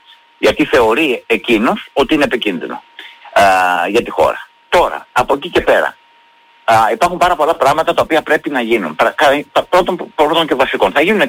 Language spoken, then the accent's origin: Greek; Heraklion, Crete, Greece; born or raised there